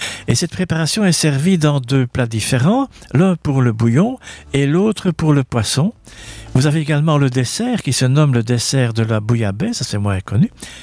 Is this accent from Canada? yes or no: no; Belgium; en tant que Belge